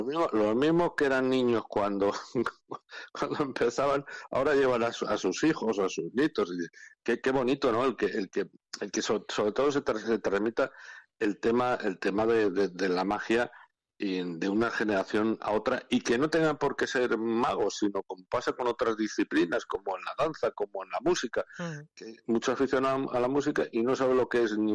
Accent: Peñaranda de Bracamonte, Castile and León, Spain; born there; Zamorano soy de adopción y obviamente, como digo, ciudadano del mundo, pero yo nací en Peñaranda de Bracamonte.

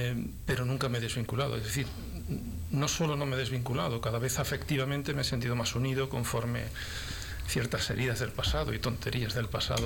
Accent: Ceuta, Spain; now in Segovia, Spain; Soy ceutí.

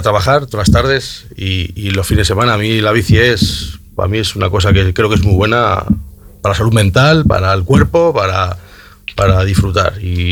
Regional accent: Palazuelos de la Sierra, Castile and León, Spain; yo, por ejemplo, soy de la sierra, yo soy de Palazuelo de la Sierra

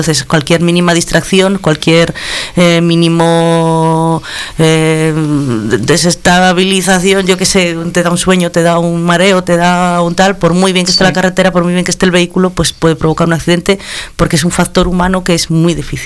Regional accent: Castile and León, Spain; para los que somos de tierra de campos

